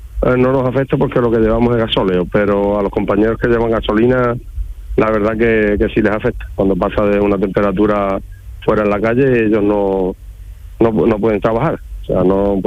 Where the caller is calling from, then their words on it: San Bartolomé de la Torre, Andalusia, Spain; estoy aquí en La Ribera, provincia de Huelva, que estoy cargando el camión. Pero yo soy de San Bartolomé, de la Torre.